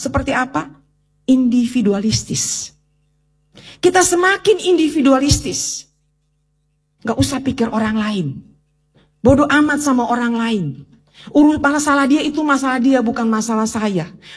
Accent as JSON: {"language": "Indonesian", "town": "Singaraja", "region": "Bali", "country": "Indonesia", "said": "kami orang Singaraja gak belanja pakai dolar. Kami orang Singaraja gak main saham gitu loh."}